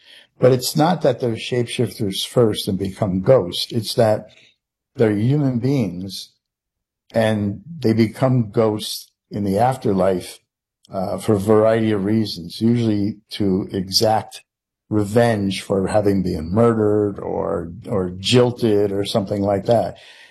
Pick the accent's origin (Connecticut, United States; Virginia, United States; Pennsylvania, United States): Connecticut, United States; I was in the home I grew up in Connecticut, and I was standing in the driveway